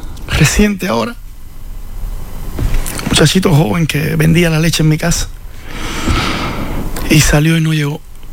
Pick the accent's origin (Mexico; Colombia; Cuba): Cuba; En Cuba, en mi pueblo ahí, uno de los líderes más grandes o que más mediático era en la oposición en Cuba era de mi pueblo